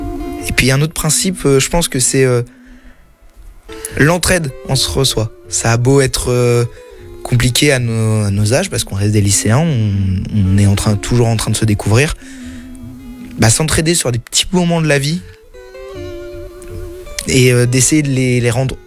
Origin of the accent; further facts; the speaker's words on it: Le Havre, Normandy, France; now in La Roche-sur-Yon, France; Je viens du Havre. C'est un peu spécial.